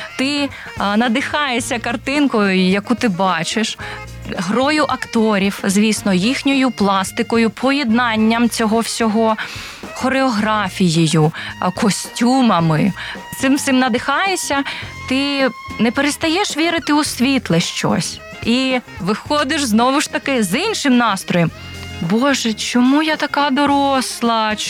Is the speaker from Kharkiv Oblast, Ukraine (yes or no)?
yes; Kharkiv, Kharkiv Oblast, Ukraine; now in Kryvyi Rih, Ukraine; Наприклад, я сама з Харкова, і багато чого бачила, багато вистав бачила